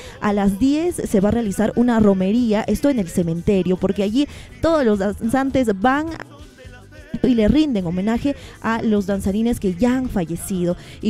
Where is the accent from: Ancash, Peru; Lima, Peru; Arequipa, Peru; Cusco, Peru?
Cusco, Peru; Yo soy cusqueña, allí hace frío, pero me ha chocado bastante al momento de llegar porque aquí hace más frío todavía.